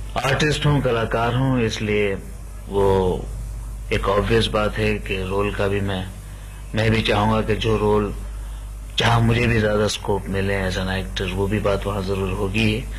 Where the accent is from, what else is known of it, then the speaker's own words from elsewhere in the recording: Surat, Gujarat, India; میں سورت کا رہنے والا ہوں, گجرات کا.